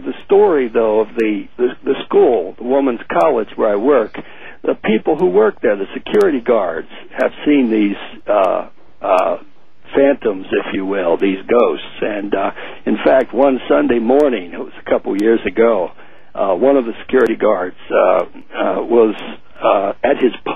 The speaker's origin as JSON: {"language": "English", "town": "Westminster", "region": "Maryland", "country": "United States", "tie": "born or raised there", "moved": "as an adult", "lives_now": "Fukuoka, Japan", "said": "my hometown in Westminster, Maryland, North Central Maryland"}